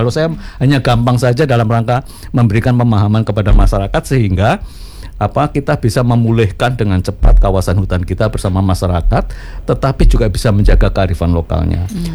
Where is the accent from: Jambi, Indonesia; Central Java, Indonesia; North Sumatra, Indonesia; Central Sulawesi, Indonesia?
Central Java, Indonesia; Surakarta; now in Bali, Indonesia; Saya orang Solo